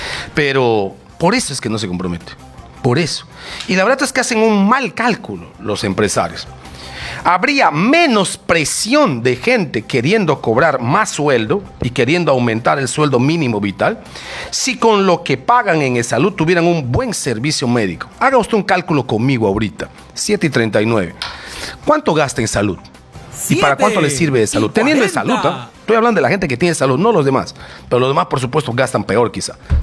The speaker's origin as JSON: {"language": "Spanish", "country": "Peru"}